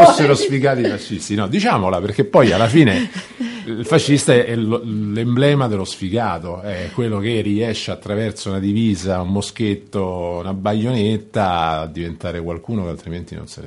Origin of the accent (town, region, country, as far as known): Rome, Lazio, Italy